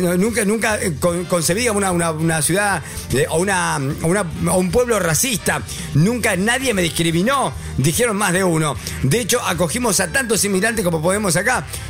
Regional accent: Argentina; por lo menos yo soy argentino

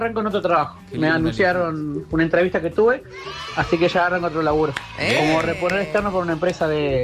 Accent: Salto, Uruguay; moved away; tuvimos que irnos con mi pareja a Salto, a mi pueblo, al norte de Uruguay.

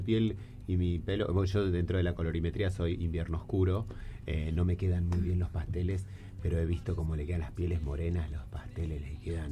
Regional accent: Tierra del Fuego, Argentina; yo soy de acá, yo soy fueguino.

